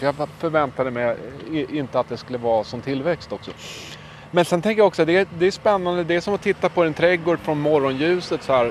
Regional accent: Dalarna County, Sweden; Jag är uppvuxen i Dalarna, men mina släktingar är ju... mina gener är ju utmejslade i Västergötland och Östergötland.

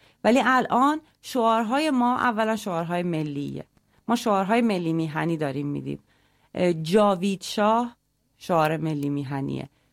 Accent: Iran; moved away; منم همه عمرمو در جمهوری اسلامی بزرگ شدم

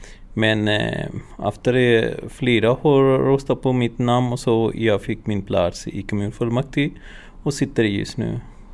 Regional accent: Pakistan; Swedish is a second language; moved away as an adult; now in Sweden; Jag kommer ifrån Pakistan. Och jag kom till Sverige när jag var 20 år gammal. 26 år gammal, sorry.

